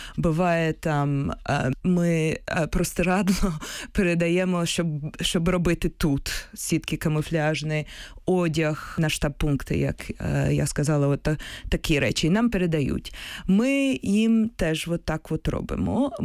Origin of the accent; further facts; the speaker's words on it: Kyiv, Ukraine; Я сама з Києва, тому я тут зупиняюся.